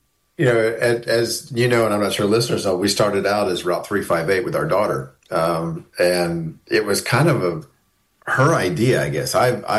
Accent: Missouri, United States; moved away as an adult; now in Fayetteville, Arkansas, United States; I ended up growing up just barely over in Southwest Missouri, but we always made the treks back and forth. And then we relocated here in 2014.

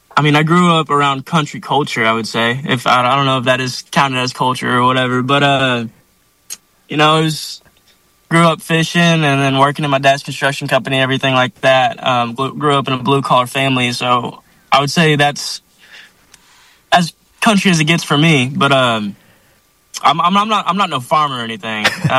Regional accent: Hackett, Arkansas, United States; So, I was raised up in Hackett, Arkansas, small town. It's just a little map dot.

